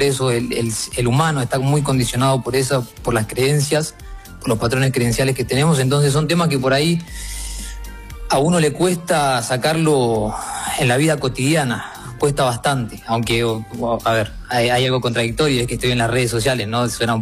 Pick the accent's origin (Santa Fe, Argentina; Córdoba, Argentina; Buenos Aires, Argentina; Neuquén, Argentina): Buenos Aires, Argentina; De Argentina, Buenos Aires.